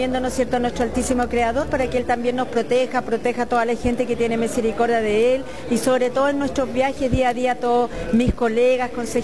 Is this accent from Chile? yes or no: yes; Río Bueno, Los Ríos, Chile; Yo soy del sector de Trapi, en la comuna de Río Bueno tengo como 120 kilómetros donde llego a trabajar a Valdivia